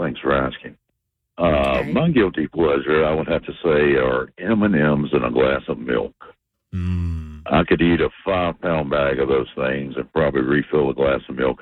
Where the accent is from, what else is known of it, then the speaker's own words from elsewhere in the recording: North Carolina, United States; I'm from here originally. I'm from North Carolina